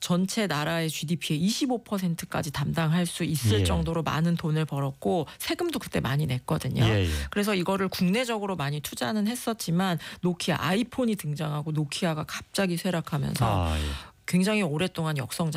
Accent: South Korea; 저도 한국에서 나고 자랐으니까요.

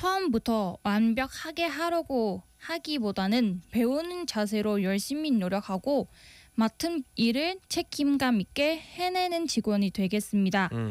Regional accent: Vietnam; Korean is a second language; moved away as an adult; now in Ulsan, South Korea; 저는 베트남에서 온 … 한국에서 4년 동안 생활하면서 한국어와 한국 문화를 많이 배웠고

